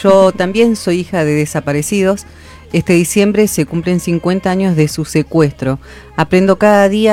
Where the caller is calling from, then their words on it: José Mármol, Buenos Aires Province, Argentina; de José Mármol, un fuerte abrazo.